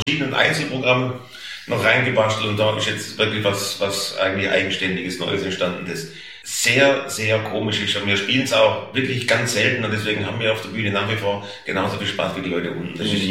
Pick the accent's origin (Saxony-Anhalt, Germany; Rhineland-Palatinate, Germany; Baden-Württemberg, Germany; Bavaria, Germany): Baden-Württemberg, Germany; Stuttgart; accent: Swabian; ja, ich komme aus Stuttgart, spreche aber Oxford-Schwäbisch, und da haben wir schon mal einen Lacher.